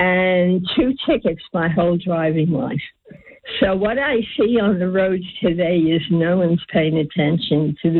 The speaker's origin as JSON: {"language": "English", "region": "New York", "country": "United States", "tie": "born or raised there", "said": "Born and raised in New York, but my mother's uncle had a huge farm in Vineland."}